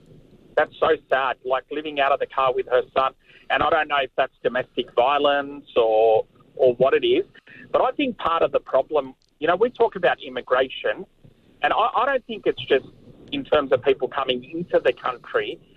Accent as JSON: {"language": "English", "town": "Sydney", "region": "New South Wales", "country": "Australia", "tie": "born or raised there", "said": "I'm born and bred in Sydney and lived here all my life"}